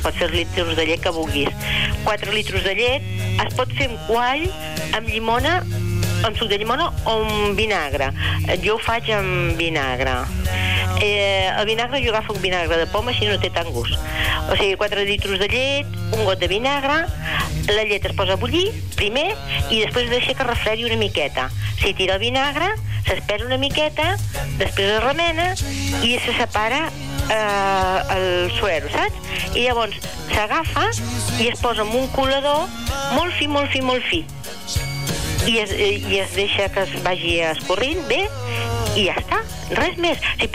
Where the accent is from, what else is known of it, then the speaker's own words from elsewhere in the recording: Peralada, Catalonia, Spain; soc de Peralada, jo.